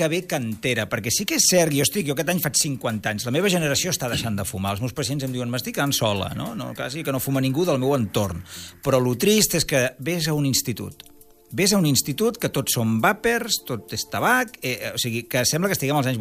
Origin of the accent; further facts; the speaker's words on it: Sabadell, Catalonia, Spain; jo sóc professor de la Cambra de Comerç de Sabadell, de la, sí, meva ciutat